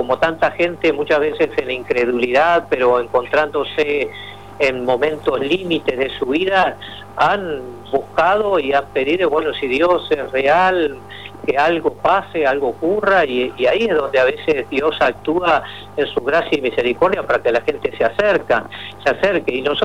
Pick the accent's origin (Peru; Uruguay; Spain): Uruguay; nosotros como uruguayos somos de razonar todas las cosas